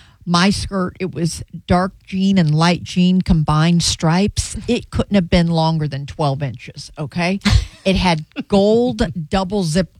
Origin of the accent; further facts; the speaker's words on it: Midwest, United States; I grew up in the Midwest.